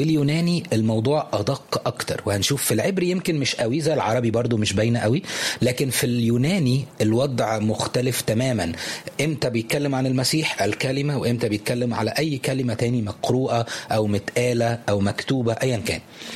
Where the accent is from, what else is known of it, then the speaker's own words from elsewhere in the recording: Upper Egypt, Egypt; زي كده عندنا في الصعيد لما بيقول الراجل بيتربط من كلمته.